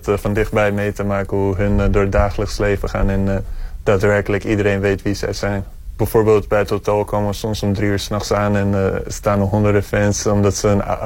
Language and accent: Dutch; Muiden, North Holland, Netherlands; moved away as an adult; now in United States; kom van Muiden, geboren en getogen in Nederland